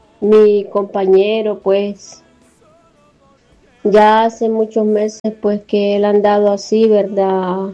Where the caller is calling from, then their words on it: Cofradía, Cortés, Honduras; de Cofradía.